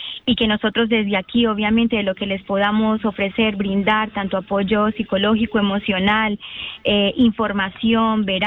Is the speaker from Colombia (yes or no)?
yes; Colombia; now in Spain; también somos colombianos